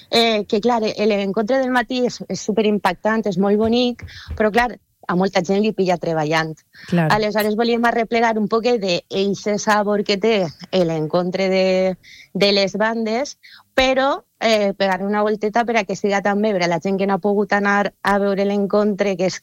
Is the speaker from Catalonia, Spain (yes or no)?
no; Gandia, Valencian Community, Spain; a mi com a gandiana